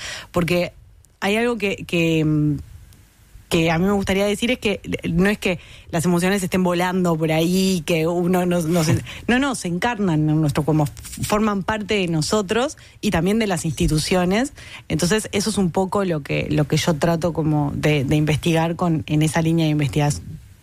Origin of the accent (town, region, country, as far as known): Uruguay